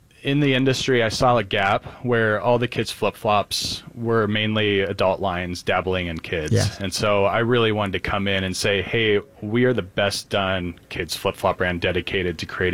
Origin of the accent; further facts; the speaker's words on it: California, United States; I'm from Orange County, California.